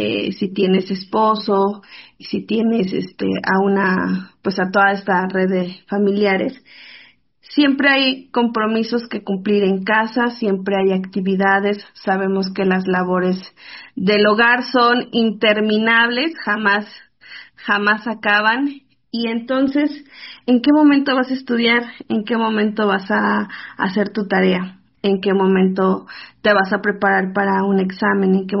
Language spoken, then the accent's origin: Spanish; San Miguel Sinacapan, Mexico; Soy originaria de San Miguel, Sinacapan.